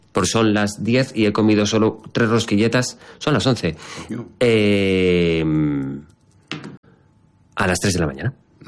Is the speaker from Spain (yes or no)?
yes; Valencian Community, Spain; Siendo yo valenciano es una expresión complicada.